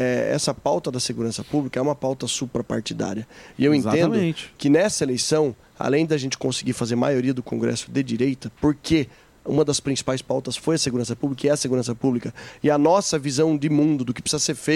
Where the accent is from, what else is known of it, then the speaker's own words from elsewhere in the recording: Sorocaba, São Paulo, Brazil; pouca gente sabe, mas sabe que eu sou sorocabano